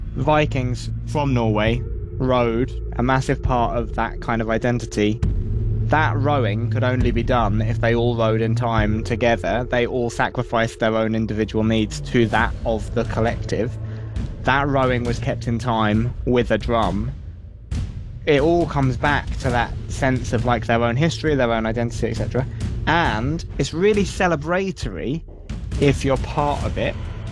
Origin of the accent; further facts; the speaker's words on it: England, United Kingdom; now in Spain; I was watching these games as an Englishman in Spain surrounded by Scottish people.